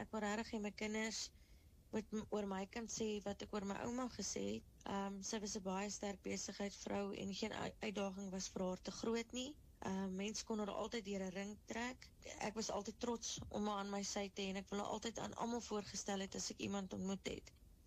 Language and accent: Afrikaans; Springbok, Northern Cape, South Africa; Ek het maar in Springbok groot geword.